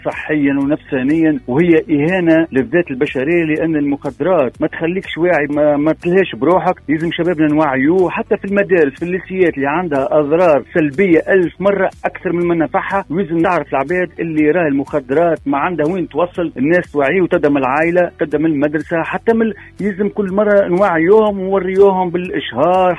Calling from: Tunis, Tunis Governorate, Tunisia

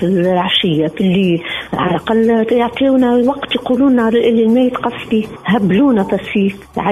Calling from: Tunis Governorate, Tunisia; أنا نسكن في ابن سينا

